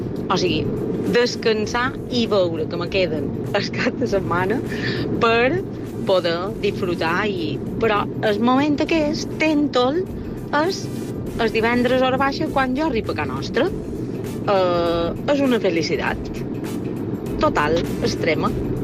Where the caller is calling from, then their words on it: Esporles, Balearic Islands, Spain; Som d'Esporles.